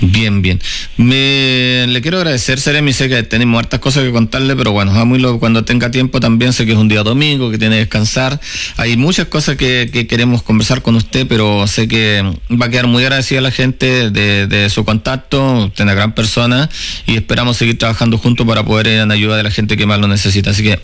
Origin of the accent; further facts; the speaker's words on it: Illapel, Coquimbo, Chile; yo soy presidente de la Comisión de Salud en nuestra comuna de Illapel.